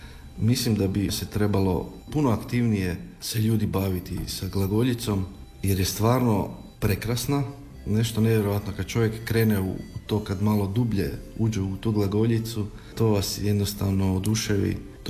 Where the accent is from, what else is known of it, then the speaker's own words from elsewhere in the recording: Skopje, North Macedonia; moved away; ja sam odrastao u Skopju, u obitelji janjevačkih Hrvata.